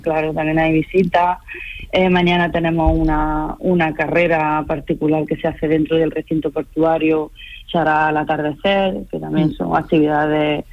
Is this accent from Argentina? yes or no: no; Linares, Andalusia, Spain; now in Almería, Spain; yo soy de interior, soy de Jaén, de Linares, y hasta que no me vine a vivir aquí a Almería no conocía este mundo.